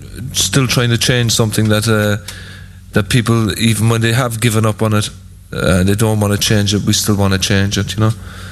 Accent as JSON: {"language": "English", "town": "Cork", "region": "Munster", "country": "Ireland", "said": "We're from Cork"}